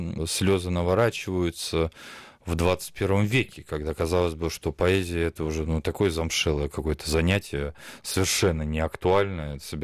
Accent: Saint Petersburg, Russia; я из Санкт-Петербурга

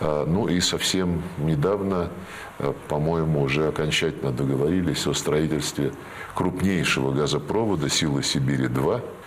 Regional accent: Hunan, China; born there; Russian is a second language; Да, я родился в Хунане

